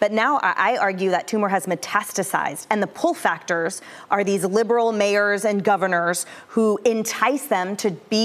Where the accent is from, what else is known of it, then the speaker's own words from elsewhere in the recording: the Bay Area, California, United States; when we grew up in the Bay